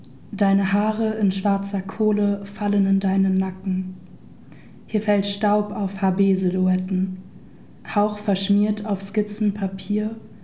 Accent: Berlin, Germany; ich komme auch aus Kreuzberg

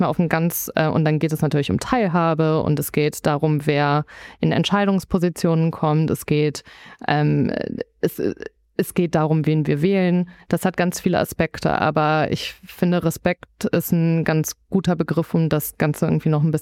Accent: Rhineland, Germany; Ich komme ja aus dem Rheinland

